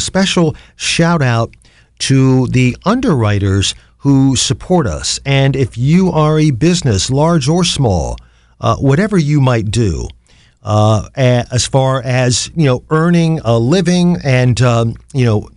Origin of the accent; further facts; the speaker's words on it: Canton, Ohio, United States; Non-commercial public radio for Akron and my hometown of Canton.